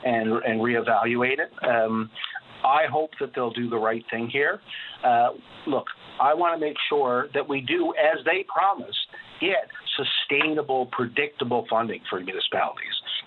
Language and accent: English; Corner Brook, Newfoundland and Labrador, Canada; talking to my hometown and in Corner Brook